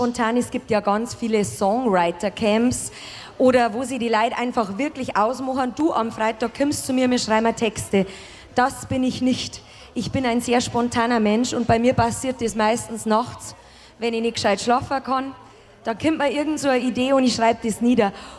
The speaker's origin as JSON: {"language": "German", "region": "Bavaria", "country": "Germany", "accent": "Bavarian", "said": "Ich wollte mich einfach in den 10 Jahren einfach mal bedanken bei unserem wunderschönen Dialekt. Und natürlich nicht nur beim Bayerischen, sondern auch bei allen Dialekten, die es gibt."}